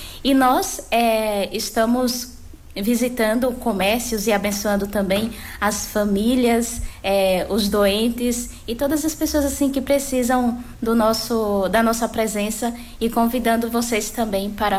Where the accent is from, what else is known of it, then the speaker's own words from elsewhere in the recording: Bahia, Brazil; moved away as an adult; now in São Leopoldo, Brazil; Sou natural da Bahia e moro em São Leopoldo. Há 12 anos morando no Rio Grande do Sul, então.